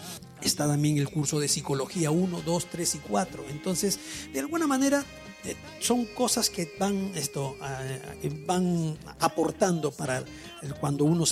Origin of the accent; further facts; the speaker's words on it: Piura, Peru; moved away; Lo que pasa es de que yo vengo de Piura en el año 81 y pues como todo provinciano, tímido, me gustaba cantar, me gustaba bailar. Ya venía de Piura siendo campeón nacional de marinera y de tondero en el Club Grau de Piura.